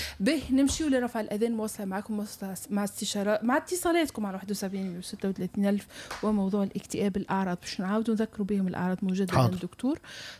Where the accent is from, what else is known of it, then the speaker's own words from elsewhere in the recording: Egypt; لا مصرية، قلت لك أنا مصرية